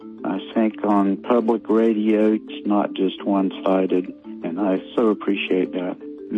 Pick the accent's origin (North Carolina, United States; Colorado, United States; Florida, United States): North Carolina, United States; Morehead City; from Morehead City.